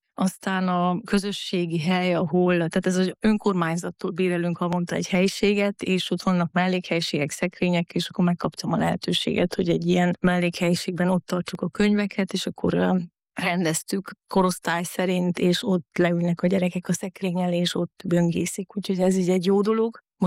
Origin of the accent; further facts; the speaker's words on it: Transylvania, Romania; now in Salzburg, Austria; én erdélyi vagyok eredetileg